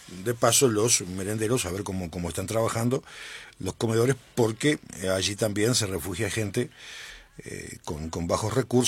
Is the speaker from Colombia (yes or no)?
no; Uruguay